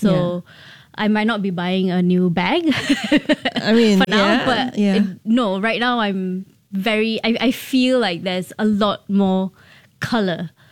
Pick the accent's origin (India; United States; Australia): India; being an Indian woman in a senior role, it's not very common.